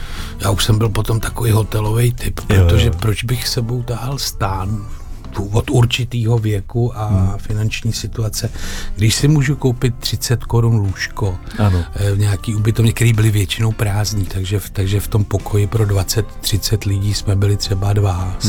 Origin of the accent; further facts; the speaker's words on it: Topolany, South Moravian Region, Czechia; my jsme od Vyškova kousek z Topolen z takového hospodářství